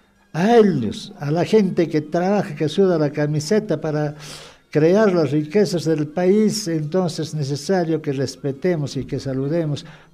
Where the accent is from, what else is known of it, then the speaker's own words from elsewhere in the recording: Acomayo, Cusco, Peru; moved away; Caspellacta, de donde soy su auténtico ciudadano, nativo, si se quiere, allí he nacido, allí he vivido, allí he pasado momentos felices y momentos también de tristeza, pero lo quiero admitir, mi Acomayo.